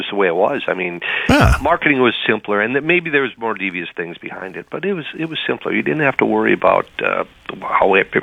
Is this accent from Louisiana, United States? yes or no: no; Minnesota, United States; growing up in Minnesota